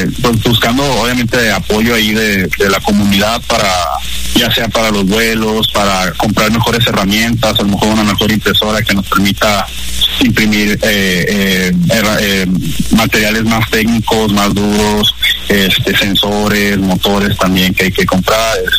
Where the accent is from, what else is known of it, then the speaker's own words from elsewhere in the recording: Nuevo Laredo, Tamaulipas, Mexico; venimos de Tamaulipas, venimos de Nuevo Laredo